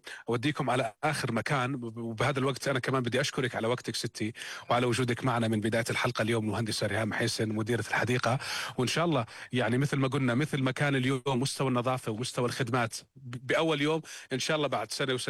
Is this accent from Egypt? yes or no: no; Jordan; كلنا كأردنيين.